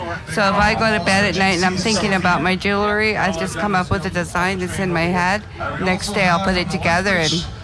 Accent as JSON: {"language": "English", "region": "Alberta", "country": "Canada", "said": "I'm from Piikani Nation."}